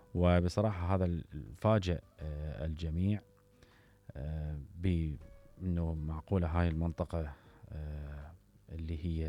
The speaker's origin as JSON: {"language": "Arabic", "country": "Iraq", "said": "فلذلك إحنا كمواطنين عراقيين أكو جزء من العمل من عندنا."}